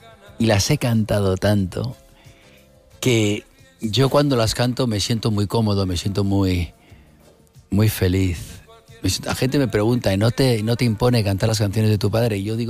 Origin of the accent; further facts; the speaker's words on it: Madrid, Community of Madrid, Spain; born there; cantar en la ciudad donde yo nací es muy especial, ¿no? Uh-huh. Venir aquí a Madrid y cantar aquí en Madrid es algo increíble.